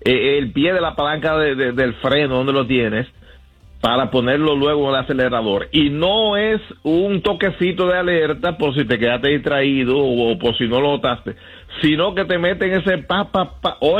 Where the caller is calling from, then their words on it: New York, United States; Yo manejo acá en Nueva York